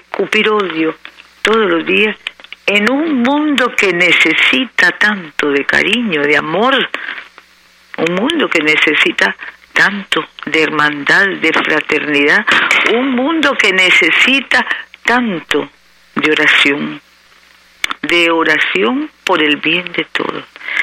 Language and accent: Spanish; Nicaragua; Somos nicaragüenses también por su infinita gracia.